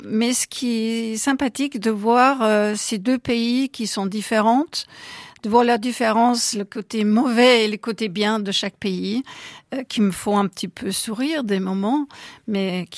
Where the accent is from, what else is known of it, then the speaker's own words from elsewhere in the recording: Bavaria, Germany; Alors, moi, je suis de la Bavière. Je suis née dans une petite bourgade à 15 km de Munich, donc très bavarois, évidemment.